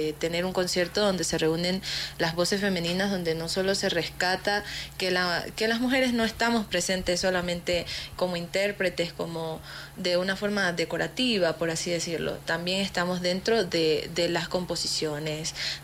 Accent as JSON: {"language": "Spanish", "region": "Esmeraldas", "country": "Ecuador", "said": "yo no vengo de los Andes, a mí me toca subir. Y me tocó subir. Yo vengo de la provincia Verde, de la provincia de Esmeraldas."}